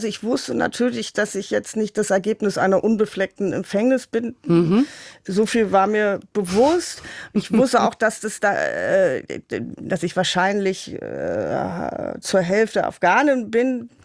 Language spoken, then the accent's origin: German; Hamburg, Germany; Hier an der Kellinghusenstraße. Ich bin aus Hamburg.